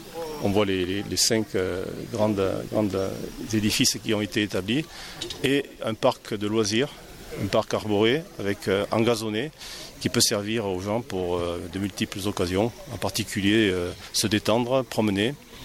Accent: Mende, Occitanie, France; moved away as an adult; also born or lived in Toulouse; moi j'ai grandi à Mende jusqu'à ce que je parte faire des études supérieures à Toulouse.

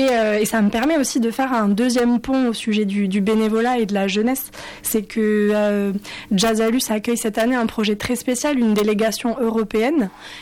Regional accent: Luz-Saint-Sauveur, Occitanie, France; Moi j'ai grandi à Luz-Saint-Sauveur

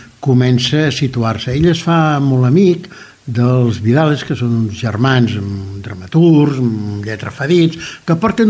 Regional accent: Valls, Catalonia, Spain; Jo, per exemple, sóc de Valls, tocar Vendrell, i el paisatge de Valls, la muntanya de Miramar amb el Camp de Tarragona, sempre m'acompanya. Però, clar, la vida et porta doncs, a altres llocs. A mi la vida el va portar doncs, a Barcelona

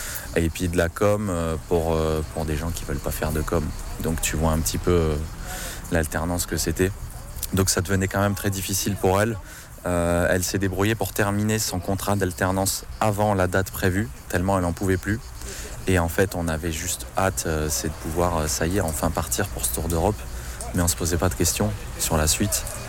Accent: Toulon, Provence-Alpes-Côte d'Azur, France; moved away; On vient de Toulon tous les deux

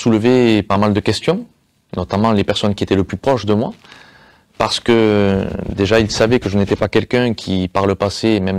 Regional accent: Béziers, Occitanie, France; je suis de Béziers

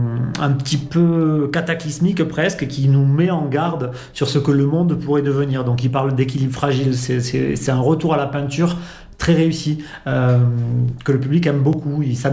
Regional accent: Cahors, Occitanie, France; born there; also born or lived in Paris / United States; now in Pamiers, France; Ça fait 5 ans quasiment, jour pour jour, que je me suis installé ici. Mais je suis né dans le Lot, à Cahors, pas très très loin.

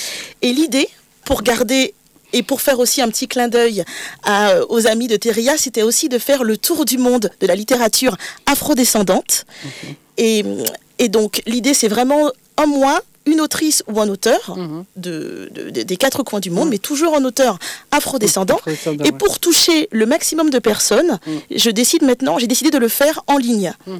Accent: Guadeloupe, France; je suis originaire de Guadeloupe, j'y suis née, j'y ai grandi

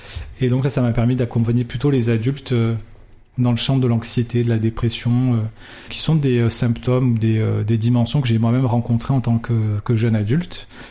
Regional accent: Montpellier, Occitanie, France; Je suis de Montpellier

